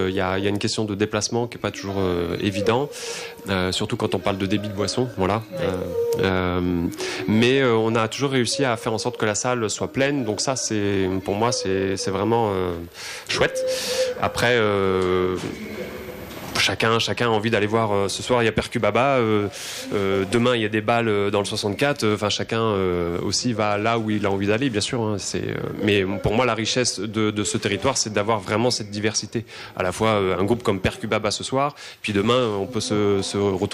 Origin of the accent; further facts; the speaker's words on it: Brittany, France; je suis breton, je suis dans le coin, on y va, let's go.